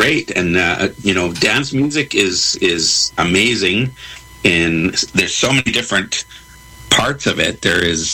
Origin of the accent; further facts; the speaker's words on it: Calgary, Alberta, Canada; I'm a native Calgarian.